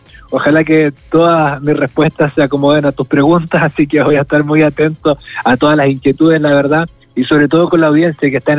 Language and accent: Spanish; Salamanca, Coquimbo, Chile; born there; also born or lived in Canela; Yo nací en Salamanca, así que tengo una conexión muy, muy especial con la provincia del Choapa. Trabajé harto en Illapel.